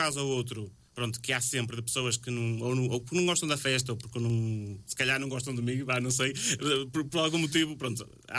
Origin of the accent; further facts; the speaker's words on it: Portugal; moved away; no fim de semana estou quase sempre pela minha terra